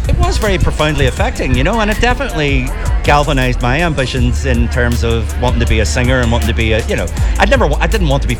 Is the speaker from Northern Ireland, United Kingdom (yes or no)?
yes; Derry, Northern Ireland, United Kingdom; growing up in the Bogside and the Derry in general, it was a bad time around the late 70s.